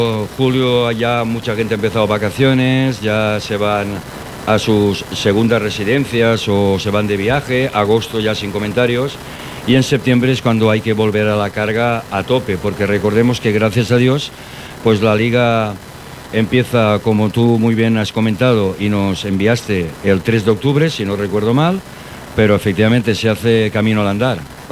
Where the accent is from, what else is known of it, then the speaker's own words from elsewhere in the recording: Spain; como somos los españoles, todo a última hora